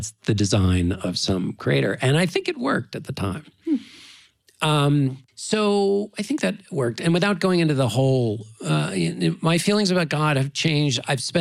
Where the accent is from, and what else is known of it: Washington, District of Columbia, United States